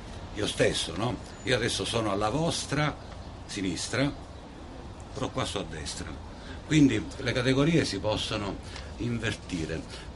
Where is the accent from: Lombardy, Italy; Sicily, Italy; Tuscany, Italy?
Sicily, Italy; Messina; io sono di Messina, no? E si dice dei messinesi che siano buddaci.